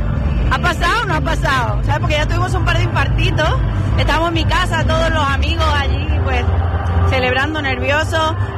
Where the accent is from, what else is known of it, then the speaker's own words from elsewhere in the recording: Huétor Tájar, Andalusia, Spain; Muy pequeña, estaba en Huerto Ortajar, que es mi pueblo, que les mando a todos un beso enorme.